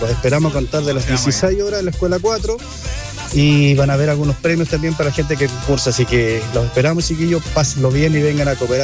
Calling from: Chile

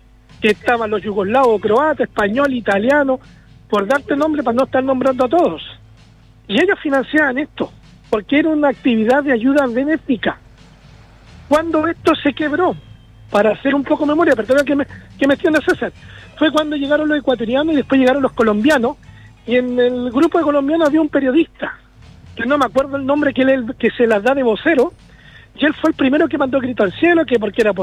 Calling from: Antofagasta, Chile; siendo que soy antofagastino de corazón

